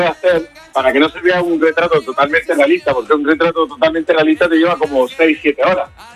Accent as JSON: {"language": "Spanish", "town": "Almería", "region": "Andalusia", "country": "Spain", "tie": "born or raised there", "said": "Yo ahora me volví a mi tierra natal, que estoy en Almería, pero voy a Madrid mucho."}